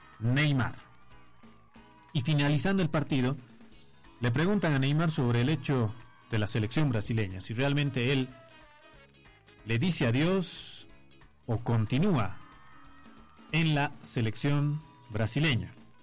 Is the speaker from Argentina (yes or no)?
no; Bolivia